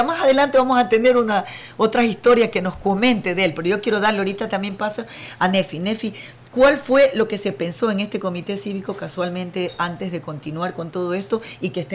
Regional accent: Ecuador; el orgullo que tenemos que sentir de nuestro país, Ecuador

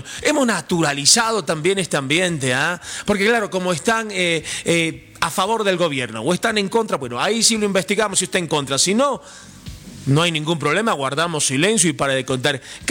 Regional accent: Bolivia; Si al final todos somos bolivianos

